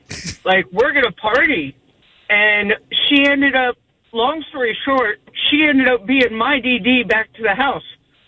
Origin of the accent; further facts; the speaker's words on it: Daytona Beach, Florida, United States; I am born and raised in Daytona Beach, Florida, and my uncle and my cousins live in Denver.